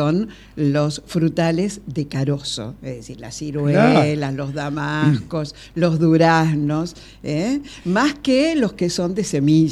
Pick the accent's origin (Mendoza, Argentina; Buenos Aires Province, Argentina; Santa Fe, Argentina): Mendoza, Argentina; General Alvear; born there; moved away; el lugar donde nací, en General Alvear, en Mendoza